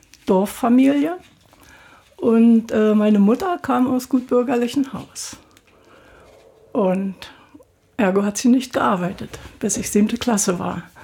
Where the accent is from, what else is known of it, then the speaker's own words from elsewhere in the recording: Prenzlau, Brandenburg, Germany; born there; Ich bin in Prenzlau geboren.